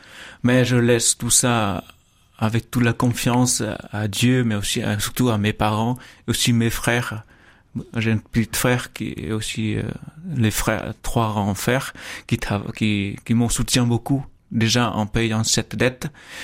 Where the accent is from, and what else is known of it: Vietnam; French is a second language; moved away as an adult; now in France